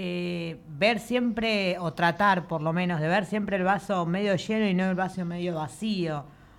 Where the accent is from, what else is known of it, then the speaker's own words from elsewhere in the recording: Argentina; nosotros como argentinos salimos en los diferentes puntos del país a seguir festejando